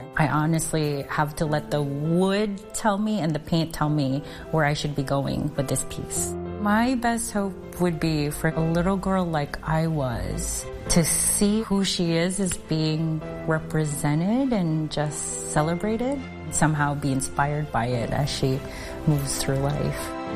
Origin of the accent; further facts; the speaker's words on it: Philippines; now in San Francisco, United States; I grew up in the Philippines